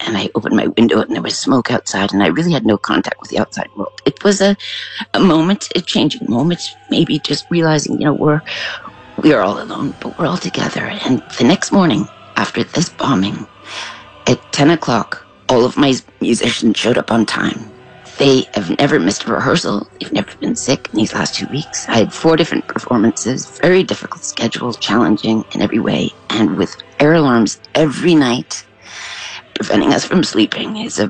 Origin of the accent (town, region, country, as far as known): Canada; born or raised there